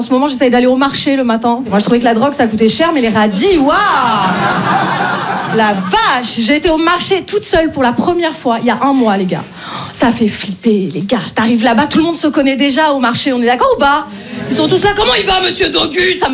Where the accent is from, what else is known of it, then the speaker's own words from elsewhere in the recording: Paris, Île-de-France, France; Je me présente … moi je viens de Paris.